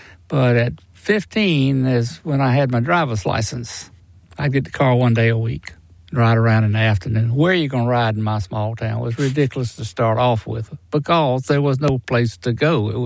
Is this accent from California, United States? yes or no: no; Andrews, South Carolina, United States; Grew up in Andrews, South Carolina. Andrews is in the lower part of the state in Georgetown County. Real small town.